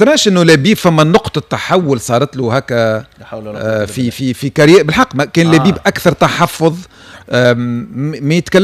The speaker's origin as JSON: {"language": "Arabic", "country": "Tunisia", "said": "بلهجتنا التونسيه"}